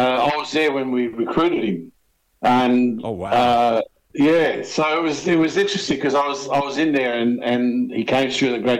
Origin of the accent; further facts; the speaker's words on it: Darwin, Northern Territory, Australia; born there; moved away as an adult; also born or lived in Innisfail / Thursday Island / Melbourne; I was born in Innisfail, but I grew up on Thursday Island for about 6 or 7 years, and then moved to Darwin, where I spent my formative years